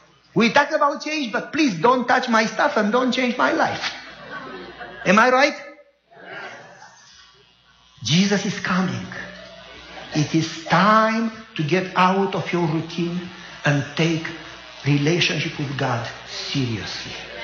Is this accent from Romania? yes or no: yes; Romania; moved away; I said, from Romania.